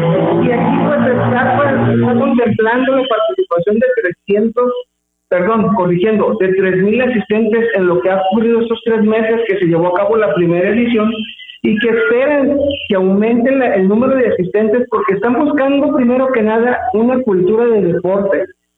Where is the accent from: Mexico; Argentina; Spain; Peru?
Mexico; nuestras raíces como mexicanos aquí en el estado de Chihuahua